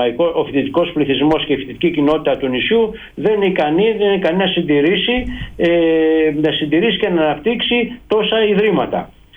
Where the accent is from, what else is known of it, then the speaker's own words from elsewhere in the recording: Paphos District, Cyprus; και στη Δυτική, στην Πάφο, στα μέρη μας